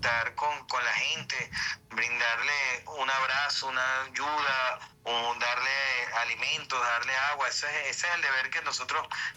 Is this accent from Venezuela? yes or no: yes; Venezuela; nosotros como buenos venezolanos y como buenos atillanos